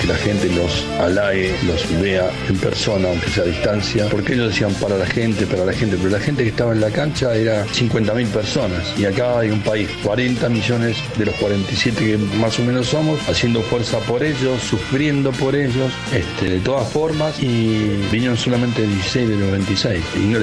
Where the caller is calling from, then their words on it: Los Polvorines, Buenos Aires Province, Argentina; de Los Polvorines.